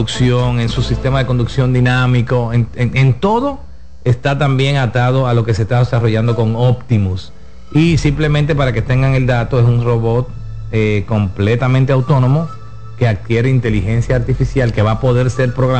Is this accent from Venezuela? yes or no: no; Dominican Republic; para todos nosotros como dominicanos